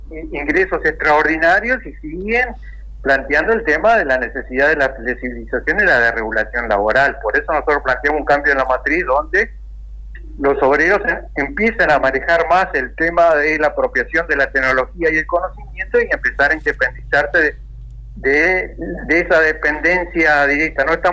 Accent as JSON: {"language": "Spanish", "country": "Uruguay", "said": "yo como ciudadano uruguayo"}